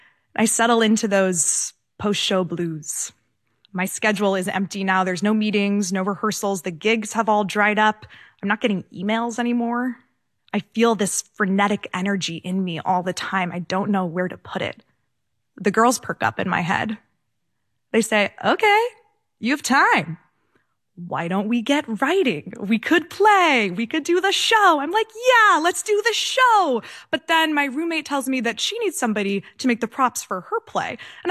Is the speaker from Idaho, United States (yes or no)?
no; California, United States; it kind of looks like where we grew up in California.